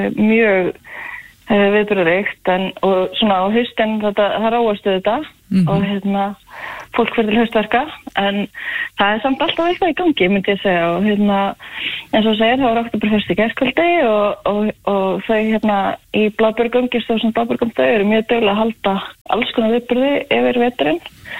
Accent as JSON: {"language": "Icelandic", "town": "Hella", "region": "Southern Region", "country": "Iceland", "tie": "born or raised there", "moved": "yes", "said": "Nei, nei, ég það alls ekki ég sunnlendingur, ég uppalinn á Helli"}